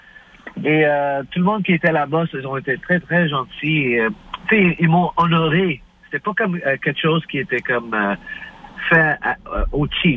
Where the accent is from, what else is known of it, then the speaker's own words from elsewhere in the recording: Montreal, Quebec, Canada; Et écoute, on vient de Montréal, c'est vraiment humide ici à Montréal.